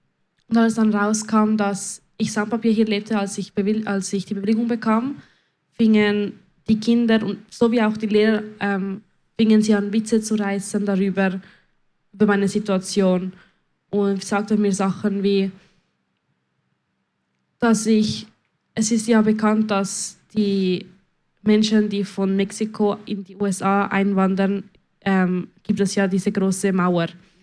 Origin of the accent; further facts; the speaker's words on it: Switzerland; fühle ich mich oft mehr als Schweizerin als aus Südamerika. Ich meine, ich bin hier aufgewachsen, ich habe die Kultur hier gelebt.